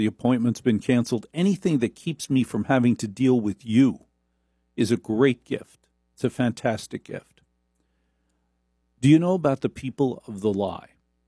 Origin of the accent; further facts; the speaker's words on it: Newark, New Jersey, United States; born there; Yeah, I was just born in Newark. I don't have an origin story. I was born in Newark, all right?